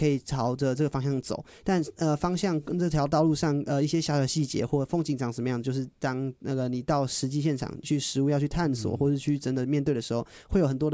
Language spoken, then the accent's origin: Chinese; Hsinchu, Taiwan; 我是新竹人，所以我以前我读的是一所比较以升学为主的一所国中。